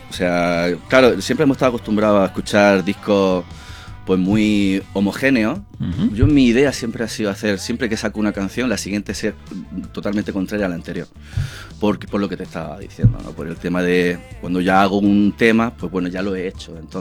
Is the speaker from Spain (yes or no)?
yes; Huércal-Overa, Andalusia, Spain; accent: Almería; de Almería en mí está mi forma de ver la vida. Mi forma de ver el mundo, de entender un poco mi entorno. Y bueno, y sobre todo pues este acentazo que tengo almeriense.